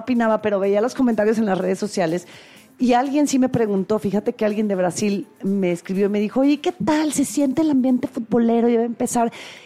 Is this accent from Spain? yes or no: no; Mexico; nosotros los mexicanos, sentirnos verdaderamente orgullosos de que somos mexicanos